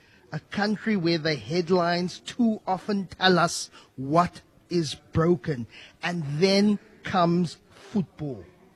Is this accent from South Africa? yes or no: yes; South Africa; We are simply South African